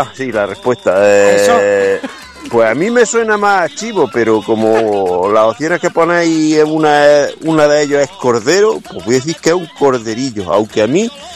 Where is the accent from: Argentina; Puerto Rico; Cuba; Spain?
Spain; Zújar, Andalusia; now in Montefrío, Spain; ¿sí? Soy de Azújar, pero vivo en Montefrío, ambos pueblos del gran reino de Granada.